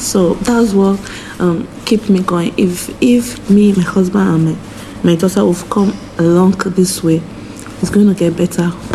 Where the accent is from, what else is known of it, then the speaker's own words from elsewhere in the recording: Nigeria; moved away as an adult; now in Ireland; The way we grew up in Nigeria